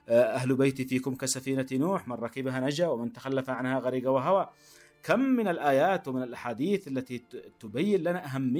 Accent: Yemen; نحن اليوم كيمنيين

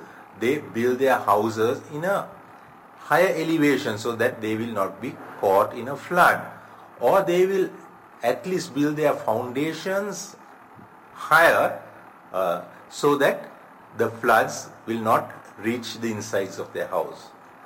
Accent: Sri Lanka; from Sri Lanka

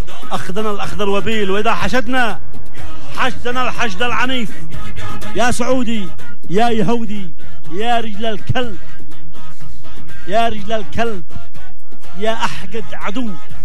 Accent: Yemen; إحنا من اليمن

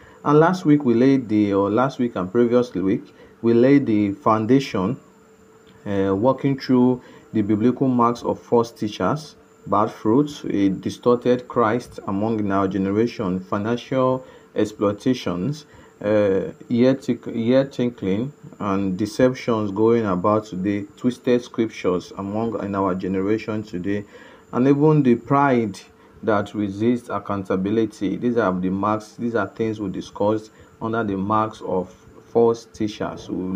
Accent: Okada, Edo, Nigeria; from Okada Town, Edo State, Nigeria.

